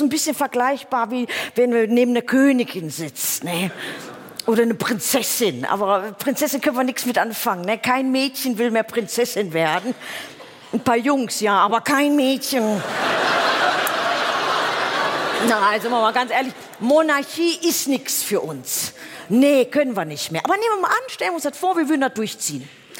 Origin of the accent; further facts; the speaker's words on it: Oberhausen, North Rhine-Westphalia, Germany; Ich komme aus Oberhausen-Altstaden.